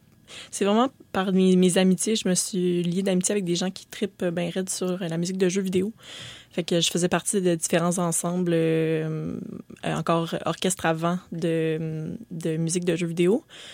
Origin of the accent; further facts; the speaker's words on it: Saint-Jérôme, Quebec, Canada; Surtout pas dans mon patelin de région de Saint-Jérôme. Il n'y avait pas grand chorale.